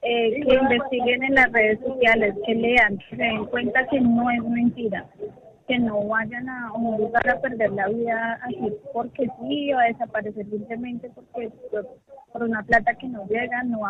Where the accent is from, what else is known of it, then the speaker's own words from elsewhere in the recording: Ibagué, Tolima, Colombia; hemos hecho acá en Ibagué, porque soy de Ibagué